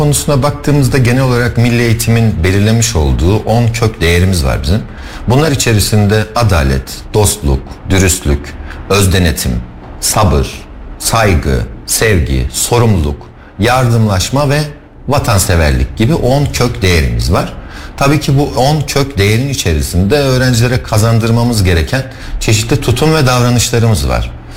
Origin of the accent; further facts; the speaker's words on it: Kayseri, Turkey; Kayseri'liyim.